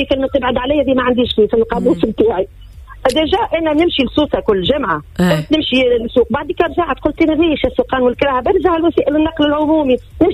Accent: North West Tunisia, Tunisia; also born or lived in Tajerouine / Le Kef / Bizerte / Siliana; رجعت لشمال الغربي خاطر فريمون صغري كامل في الشمال الغربي

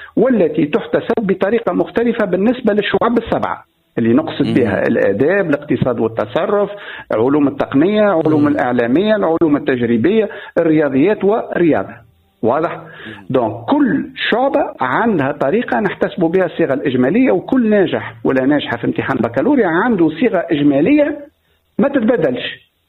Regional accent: Tunisia; وانا من تونس الكبرى

